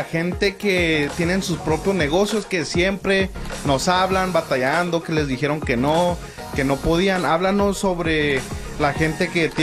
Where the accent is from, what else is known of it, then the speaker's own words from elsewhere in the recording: Mexico; moved away; como somos hispanos y mexicanos, a nosotros nadie nos enseña sobre la posibilidad de comprar casa.